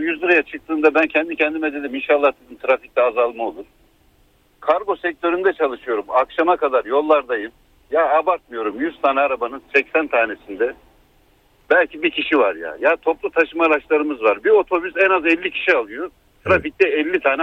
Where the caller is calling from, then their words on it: Istanbul, Turkey; ben İstanbul'dan arıyorum seni.